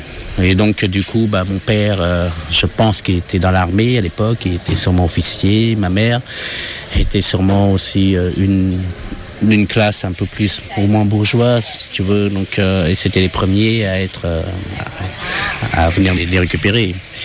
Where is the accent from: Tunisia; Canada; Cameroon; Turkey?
Turkey; Daou, Batman Province; Apparemment, je viens de Daou, c'est une banlieue de Batman, et voilà, c'est tout ce que je sais.